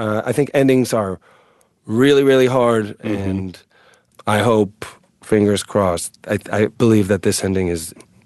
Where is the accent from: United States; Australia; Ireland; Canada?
United States; New England; I was raised in New England.